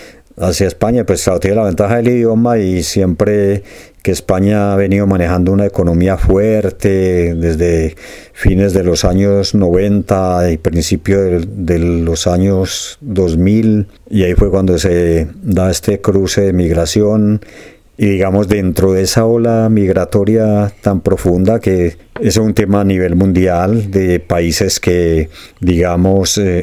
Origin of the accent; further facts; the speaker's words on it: Colombia; moved away; uno como colombiano, por lo general, uno puede, en mi caso, pasar como español